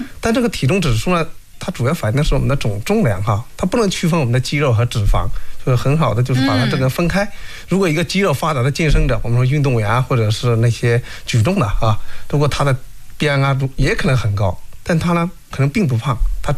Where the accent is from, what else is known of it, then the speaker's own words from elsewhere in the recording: China; 尤其是说亚洲男性，我们中国人啊，如果男性腰围大于等于90厘米